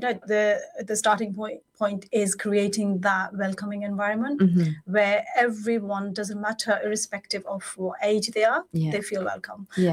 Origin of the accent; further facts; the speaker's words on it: Luton, East of England, United Kingdom; And growing up in Luton